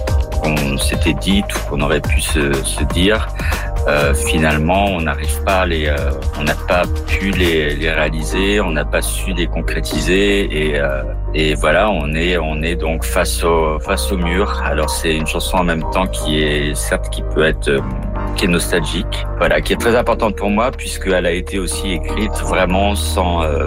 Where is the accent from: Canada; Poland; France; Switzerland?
Canada; Gibsons, British Columbia; je viens de Colombie-Britannique, Gibson's, qui est juste en face de Vancouver.